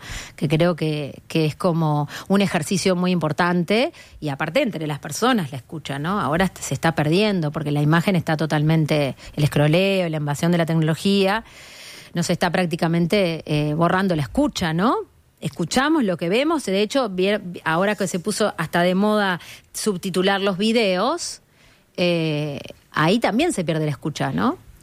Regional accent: Uruguay; Soy la Terminator uruguaya

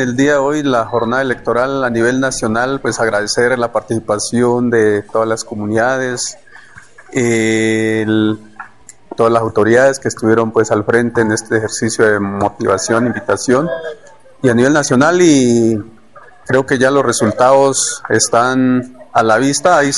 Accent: Colombia

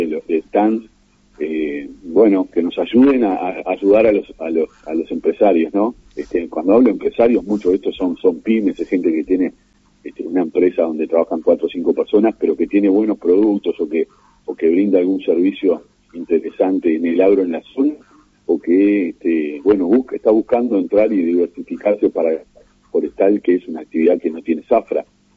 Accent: Uruguay; como uruguayos le encontramos la vuelta a resolver esos problemas.

